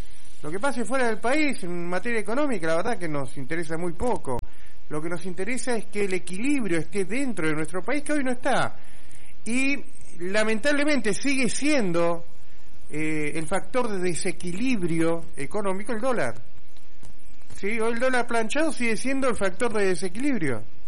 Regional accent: Argentina

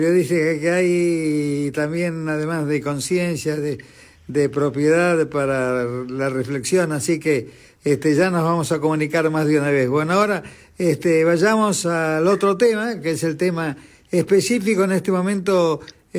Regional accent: Mar del Plata, Buenos Aires Province, Argentina; now in Buenos Aires, Argentina; Yo soy marplatense, voy de vez en cuando, aunque vivo en Buenos Aires desde el año 70 y algo más quizás.

